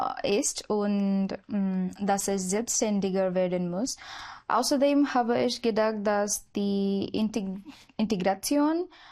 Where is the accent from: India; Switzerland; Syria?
India; Mumbai, Maharashtra; German is a second language; now in Germany; Ich komme aus Mumbai, aus Indien.